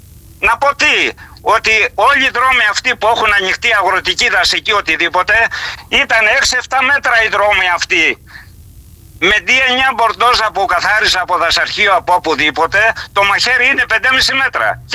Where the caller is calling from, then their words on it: Greece; Στο χωριό μου, στον οικισμό Φτερίνια